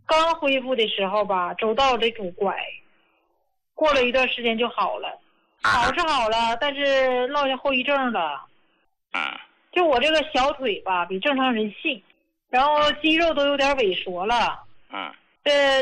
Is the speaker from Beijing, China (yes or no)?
no; Heilongjiang, China; 你好，你好，胡老师，我是黑龙江的，我今年66岁，是胡家老高的受益者。